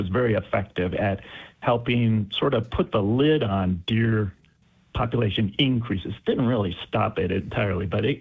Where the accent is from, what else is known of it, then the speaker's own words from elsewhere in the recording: Racine County, Wisconsin, United States; I grew up in Racine County.